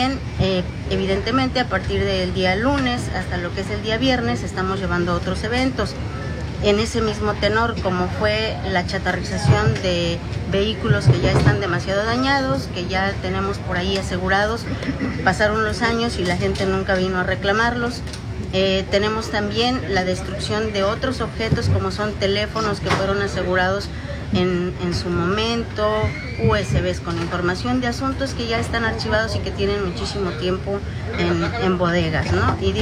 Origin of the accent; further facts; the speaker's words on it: Guanajuato, Mexico; Vengo de Guanajuato. Si ustedes saben, el índice delictivo de Guanajuato es muchísimo mayor